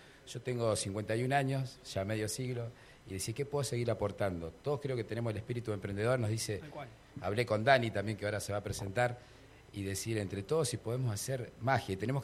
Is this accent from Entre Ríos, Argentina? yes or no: no; Cinco Saltos, Río Negro, Argentina; born there; moved away; nací acá en Cinco Saltos, me fui 30 años... un poco de experiencia, ir a otros lugares, volver a mi ciudad ahora